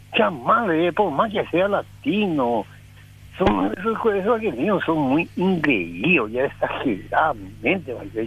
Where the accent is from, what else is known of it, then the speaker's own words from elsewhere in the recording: Paraguay; Yo soy paraguayo